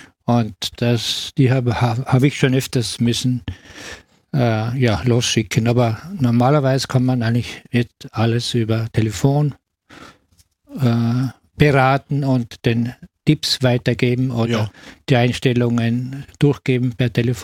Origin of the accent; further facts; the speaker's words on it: Tyrol, Austria; ich bin ein Tiroler.